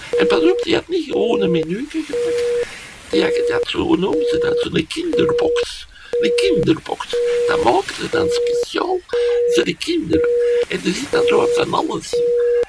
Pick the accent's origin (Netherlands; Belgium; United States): Belgium; Alleen, als Belg moet maar geen slechte frietjes serveren, hè.